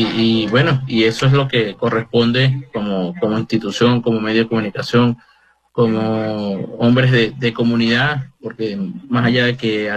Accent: Venezuela; somos venezolanos todos, somos hermanos, sentimos, somos humanos

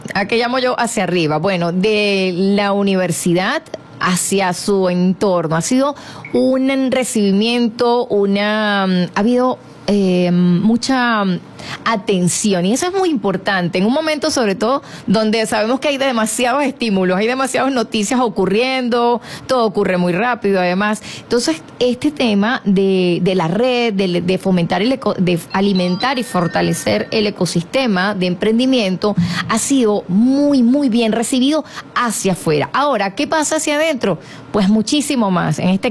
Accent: Ciudad Bolívar, Bolívar, Venezuela; born there; now in Barquisimeto, Venezuela; yo soy del estado Bolívar, nací en Ciudad Bolívar

